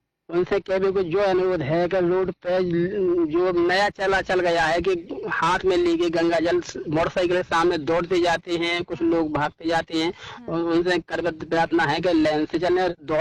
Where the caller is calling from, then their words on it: Harpalpur, Madhya Pradesh, India; हरपालपुर से रेलवे फाटक से 3 किलोमीटर दूर पे मेरा गांव सरसेड़ है।